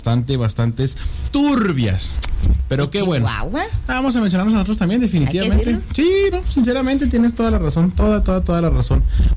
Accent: Mexico

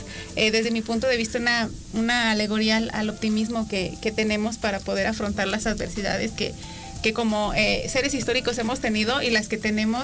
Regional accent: Mexico; este calor que nosotros tenemos como mexicanos

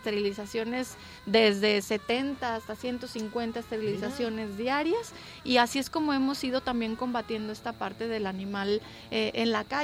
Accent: Mexico

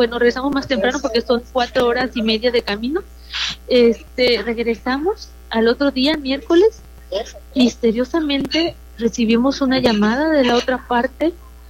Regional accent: Poza Rica, Veracruz, Mexico; nosotros somos de Poza Rica, Veracruz

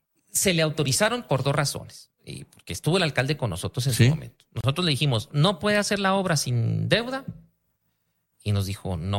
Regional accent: Chihuahua, Mexico; las y los chihuahuenses pagamos los costos de ello

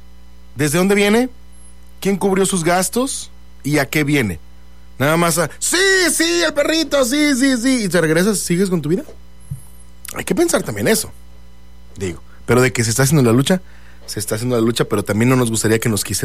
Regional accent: Mexico; Nosotros como mexicanos

